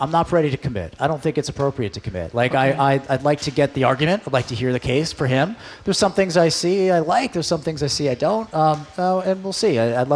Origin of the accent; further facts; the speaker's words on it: Connecticut, United States; Then we moved next door to New Canaan, Connecticut. My mom's from Brockton, Braintree, and then I grew up in Connecticut.